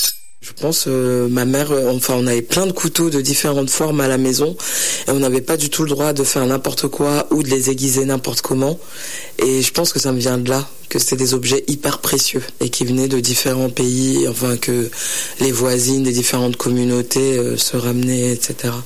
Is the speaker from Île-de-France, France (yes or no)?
yes; Ivry, Île-de-France, France; j'ai grandi à Ivry en Essonne, en banlieue parisienne, banlieue sud.